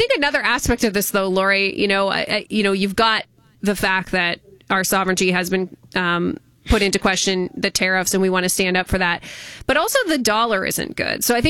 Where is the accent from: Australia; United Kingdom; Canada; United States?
Canada; Windsor, Ontario; I know she goes to school in the Windsor area. That's my hometown.